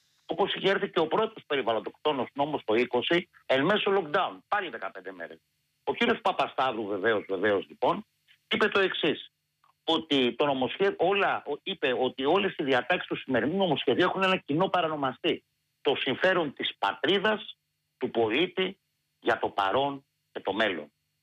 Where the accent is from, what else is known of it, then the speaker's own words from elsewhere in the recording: Central Greece, Greece; στην πατρίδα μου την Εύβοια.